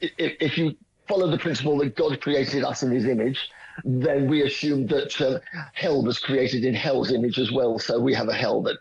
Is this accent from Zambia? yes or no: no; England, United Kingdom; For us, as the English and the Westerners, it tends to be the potato and bread.